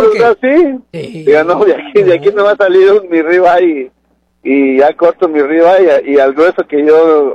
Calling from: Mexico City, Mexico; Yo soy de la Ciudad de México.

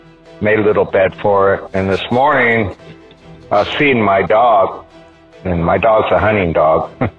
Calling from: Hawaii, United States; I'm calling from Maui, Hawaii.

